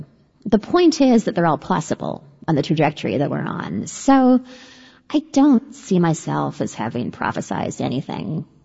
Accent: Canada; I'm Canadian. I feel like I was politer about

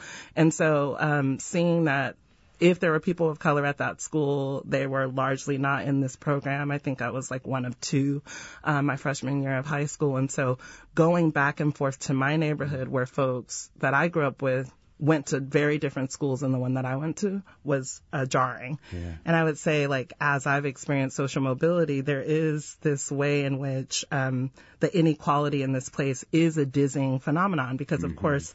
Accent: Sacramento, California, United States; also born or lived in Fresno / Bakersfield; So I grew up mostly in Sacramento, but I also spent a lot of time growing up in Fresno and in Bakersfield.

